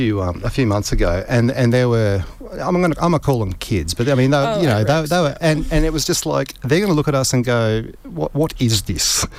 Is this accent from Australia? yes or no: yes; Queensland, Australia; moved away as an adult; now in Brisbane, Australia; So we're all from the Fraser Coast. I've lived in Brisbane for 15 years, but originally from up there